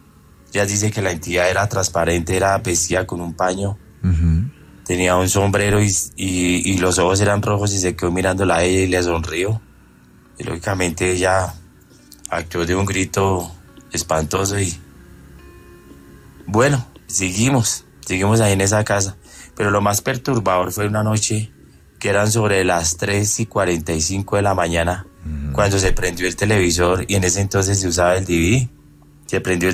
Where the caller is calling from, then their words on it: Madrid, Cundinamarca, Colombia; No, en Madrid, Cundinamarca.